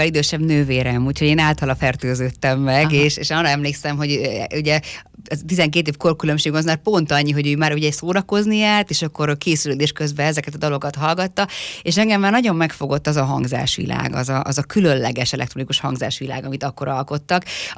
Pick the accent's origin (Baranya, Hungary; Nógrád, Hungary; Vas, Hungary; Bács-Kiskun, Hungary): Bács-Kiskun, Hungary; Kecskemét; kecskeméti vagyok